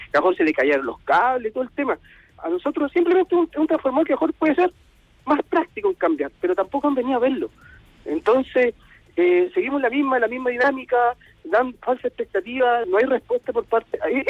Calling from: Limache, Valparaíso, Chile; Te llamo de San Alfonso, del sector de Limache.

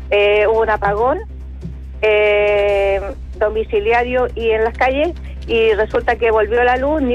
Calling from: Santiago, Santiago Metropolitan Region, Chile; Yo vivo frente a la planta de subestación Cerro Navia de Transelec

